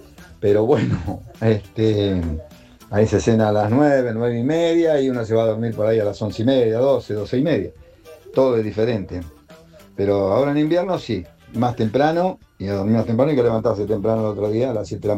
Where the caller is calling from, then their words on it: Villa Ballester, Buenos Aires Province, Argentina; de Ballester.